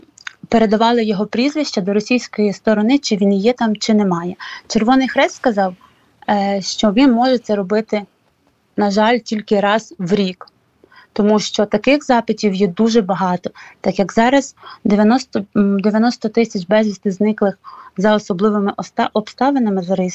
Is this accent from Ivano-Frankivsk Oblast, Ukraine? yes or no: yes; Ivano-Frankivsk, Ivano-Frankivsk Oblast, Ukraine; now in Warsaw, Poland; Кожної неділі у Івано-Франківську, я сама з Івано-Франківська, проходять акції підтримку безвісти зниклих і полонених.